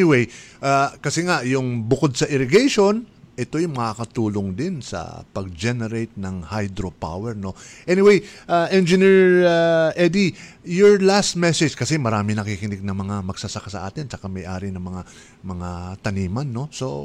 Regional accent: Central Luzon, Philippines; Kasi nga, meron na yung balog-balog multipurpose dam sa Tarlac. Nako, ito'y probinsya ko ito, so malapit din sa aking puso ito.

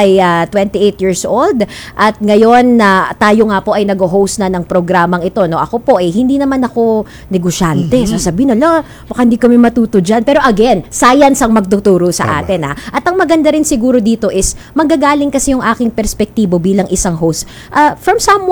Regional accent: Bulacan, Central Luzon, Philippines; accent: Bulacan; Lumabas na yung Bulacan accent ko sapagkat ako po pala ay isang proudly Bulacan.

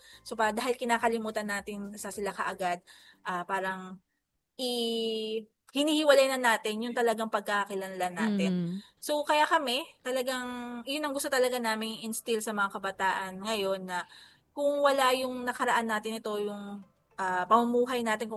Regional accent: Baliwag, Central Luzon, Philippines; Dahil ito ay bahagi ng buhay natin bilang Baliwagenyo, bilang Bulakenyo, at bilang Pilipino natin.

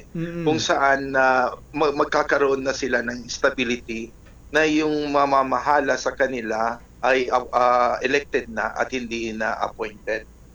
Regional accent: Bangsamoro Autonomous Region in Muslim Mindanao, Philippines; sa amin sa Bangsamoro

